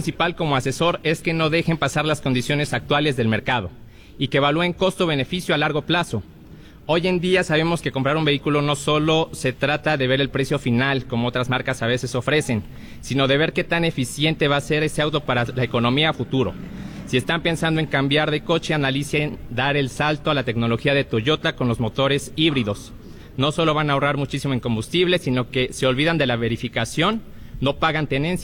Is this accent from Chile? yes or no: no; Puebla, Mexico; tan reconocido por nosotros los poblanos